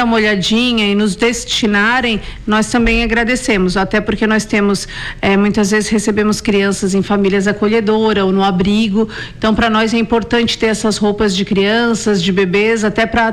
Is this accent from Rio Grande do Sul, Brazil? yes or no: yes; Rio Grande do Sul, Brazil; eu sou do Rio Grande do Sul, mas qual foi o teu último lugar que você passou?